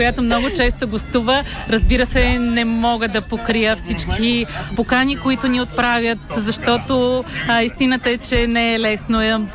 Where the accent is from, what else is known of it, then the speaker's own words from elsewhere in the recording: Sofia, Sofia City, Bulgaria; born there; also born or lived in Troyan; Аз съм родена в Троян. Троянския Балкан. Така че определено нося силата на Балкана със себе си. Живея в София. Целият си живот почти съм прекарала в този град.